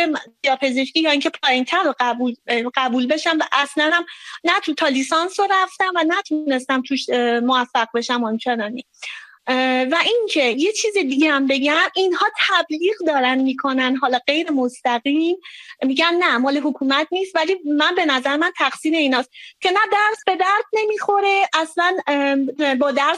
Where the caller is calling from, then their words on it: Tehran, Tehran Province, Iran; من از تهران هستم، ایران عزیزمون.